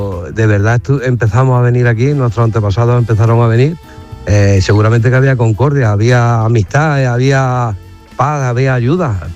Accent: Baños de la Encina, Andalusia, Spain; Baños de la Encina, con mi pueblo.

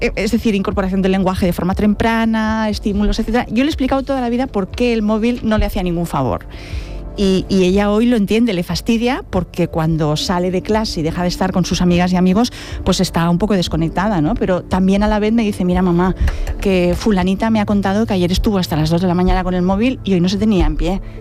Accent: Barcelona, Catalonia, Spain; De Barcelona, de Barcelona.

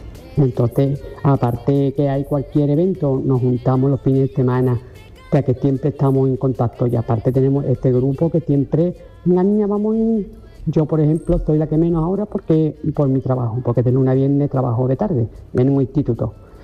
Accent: Ronda, Andalusia, Spain

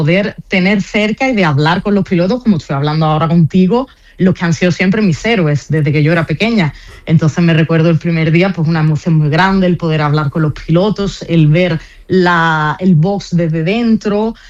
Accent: Spain; accent: Spanish; now in Italy; Cuando estoy aquí en Italia me dicen que tengo acento español

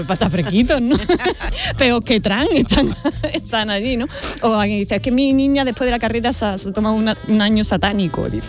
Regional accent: Andalusia, Spain; accent: Andalusian; Y aquí vamos a enlazar con algo que sabéis que me encanta y es nuestra particular forma de hablar en Andalucía.

